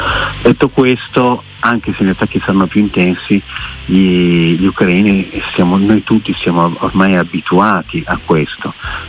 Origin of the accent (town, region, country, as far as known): Milan, Lombardy, Italy